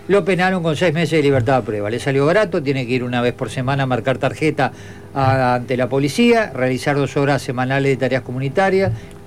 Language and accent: Spanish; Gregorio Aznárez, Maldonado, Uruguay; allá en mi pueblo, en Gregorio Aznárez.